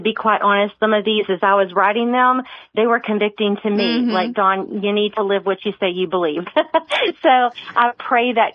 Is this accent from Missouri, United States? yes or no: no; Virginia, United States; I grew up in Virginia